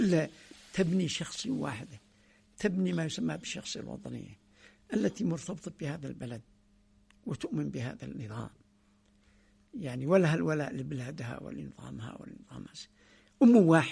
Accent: Yemen; نحن بلد حضاري ومتمدن وبلد زراعي مستقر تمام. فاليمن الأصل فيها أنها بلد زراعي

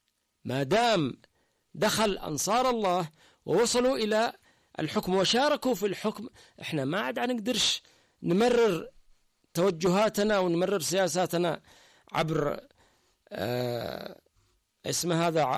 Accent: Yemen; احنا كلنا يمنيين

